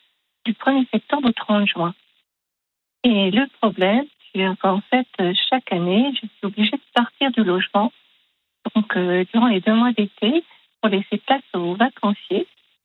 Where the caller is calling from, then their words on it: Anglet, Nouvelle-Aquitaine, France; Eh bien là, je suis vers Anglette pour l'instant.